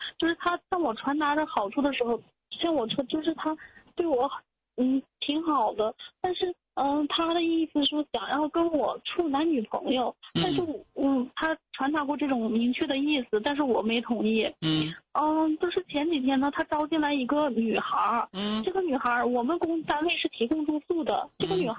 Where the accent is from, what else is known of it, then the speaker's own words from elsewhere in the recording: Changchun, Jilin, China; now in Hangzhou, China; 我家是东北的，我是吉林长春人。啊，我今年26岁。